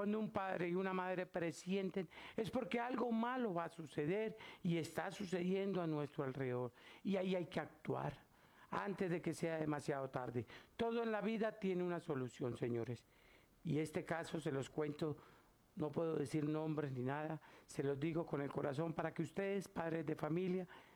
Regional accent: Catemaco, Veracruz, Mexico; Porque saben que soy de Catemaco, Veracruz, y como soy de Catemaco, Veracruz, yo también tengo que ir a montar mis altares

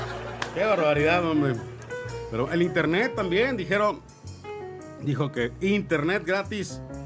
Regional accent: Mexico; No nos merecíamos como mexicanos esos servicios.

